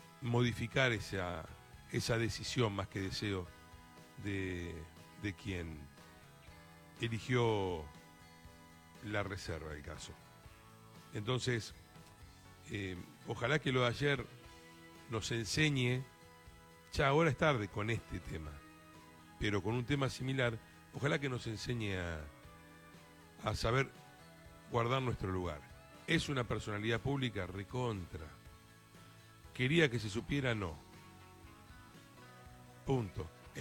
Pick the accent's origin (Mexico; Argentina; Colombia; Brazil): Argentina; Acá lo que preocupa y lo que duele como padre, más que como argentino